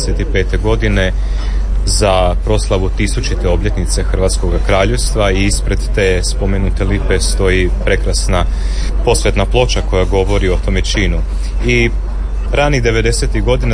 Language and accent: Croatian; Osijek, Osijek-Baranja County, Croatia; Zadovoljstvo mi je i na ovaj zvučni način zaželiti vam dobrodošlicu u moj rodni grad. Vrlo je, rekao bih, znakovito i to što smo se našli u gradu Osijeku